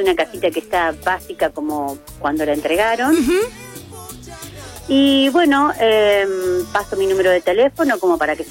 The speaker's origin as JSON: {"language": "Spanish", "town": "Viedma", "region": "Río Negro", "country": "Argentina", "tie": "born there", "also_born_or_lived": "Carmen de Patagones, Buenos Aires", "said": "soy nacida de Patagones, pero soy de Viedma, o sea, Viedma y Patagones."}